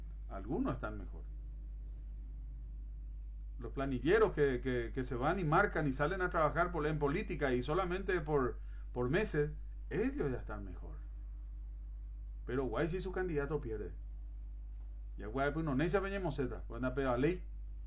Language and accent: Spanish; Paraguay